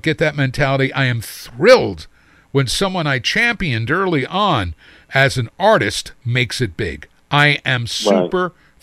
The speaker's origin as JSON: {"language": "English", "town": "New York City", "region": "New York", "country": "United States", "moved": "yes", "said": "I was from the Bronx."}